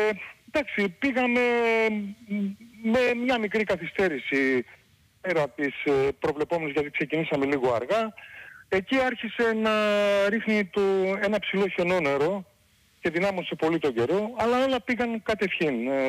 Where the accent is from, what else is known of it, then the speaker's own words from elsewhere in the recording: Kalymnos, South Aegean, Greece; όπως λέμε εμείς εδώ στο νησί μου, την Κάλυμνο